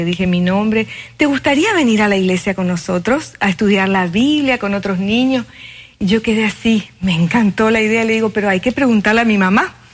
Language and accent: Spanish; Posadas, Misiones, Argentina; now in Oklahoma, United States; yo soy de Posadas, Misiones, Argentina